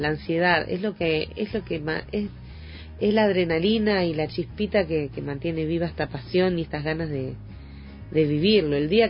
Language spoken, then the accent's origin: Spanish; La Plata, Buenos Aires Province, Argentina; born there; also born or lived in Neuquén; now in Centenario, Argentina; Nací en la ciudad de La Plata, provincia de Buenos Aires, pero hace muchos años elegí Neuquén como mi lugar en el mundo. Hoy vivo en Centenario, donde formé mi familia